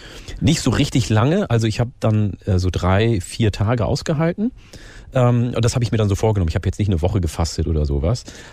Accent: Falkenburg, Lower Saxony, Germany; In meinem Dorf in Falkenburg in Niedersachsen, wo ich aufgewachsen bin, ein paar hundert Meter von dem Ort, wo wir gewohnt haben, war der große Urwald, der Hasbruch.

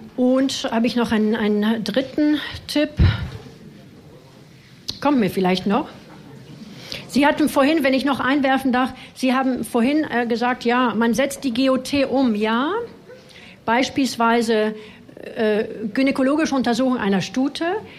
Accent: France; moved away; ich bin Französin

